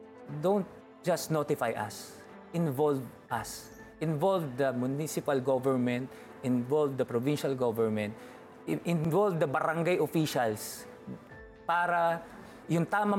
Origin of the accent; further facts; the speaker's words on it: Marilao, Central Luzon, Philippines; Even sa amin sa Marilao, sa Maykawayan